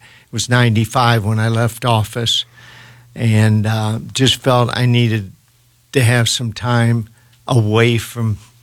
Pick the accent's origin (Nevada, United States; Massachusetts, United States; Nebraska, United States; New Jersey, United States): Nebraska, United States; Omaha; I started school at Mason School. We lived at 23rd and Pierce. And then we moved a lot, about 17 times while I was growing up in Omaha. I went to Washington School later, and then to Loveland School, and then to Westside. So, you know, I know Omaha well.